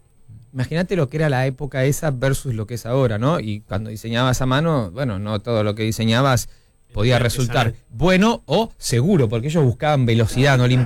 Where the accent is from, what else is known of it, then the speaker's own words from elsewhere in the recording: Argentina; now in United Kingdom; él me veía como el argentino chiquito